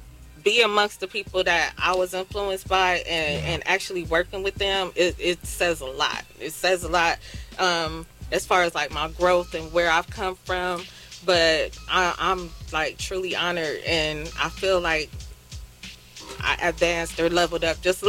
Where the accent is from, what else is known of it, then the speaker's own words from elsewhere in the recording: West Coast, United States; me being born and raised on the West Coast